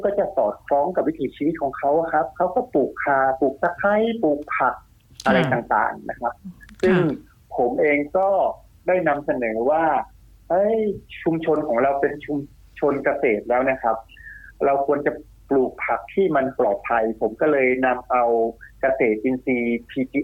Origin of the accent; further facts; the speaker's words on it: Chiang Rai, Thailand; now in Kung Taphao, Uttaradit, Thailand; จริงๆผมเป็นคนจังหวัดเชียงรายนะครับแล้วก็มาเป็นเขยที่จังหวัดอุตรดิตถ์นะครับ